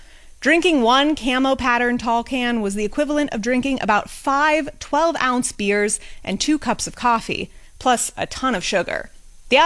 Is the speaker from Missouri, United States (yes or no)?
no; San Francisco, California, United States; My hometown.